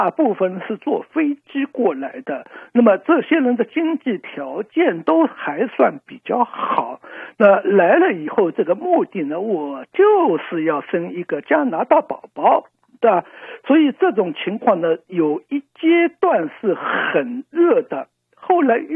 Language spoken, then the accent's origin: Chinese; China; now in Canada